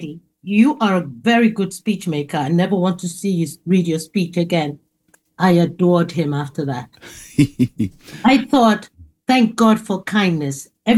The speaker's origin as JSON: {"language": "English", "town": "Asaba", "region": "Delta", "country": "Nigeria", "tie": "born there", "said": "Okay, well, I was born in a place called Asaba"}